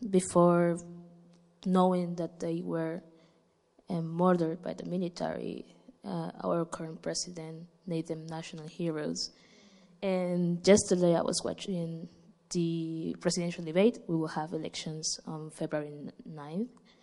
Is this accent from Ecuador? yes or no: yes; Ecuador; I'm from Ecuador.